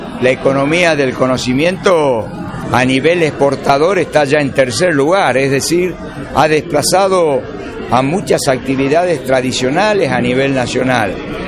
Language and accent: Spanish; Argentina; nuestra querida patria argentina